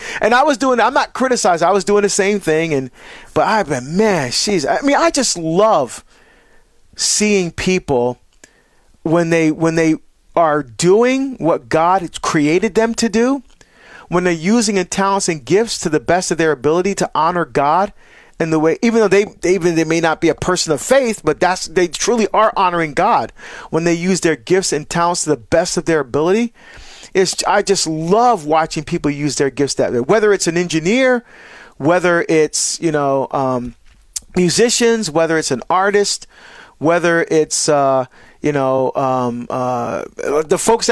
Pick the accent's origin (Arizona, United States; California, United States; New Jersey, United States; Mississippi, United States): New Jersey, United States; want to get back to Jersey, to my home state, to be able to speak at this event for law enforcement.